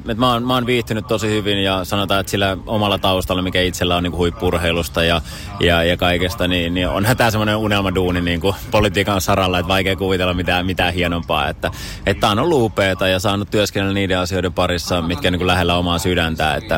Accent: Espoo, Uusimaa, Finland; itse kun tulen Espoosta

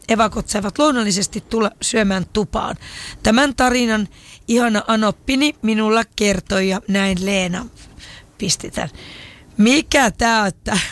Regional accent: Satakunta, Finland; born there; Samaten evakon laulu saa silmäkulmat kyyneliin, vaikka olen syntynyt Satakunnassa.

